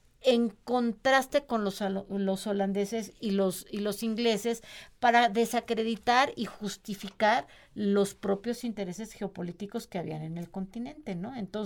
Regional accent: Mexico; nosotros como mexicanos somos este sincretismo

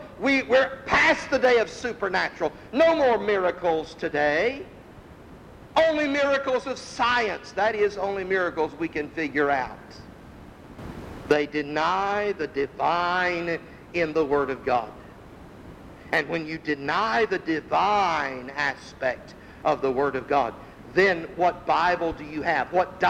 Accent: North Carolina, United States; I come from North Carolina, in case you can't tell.

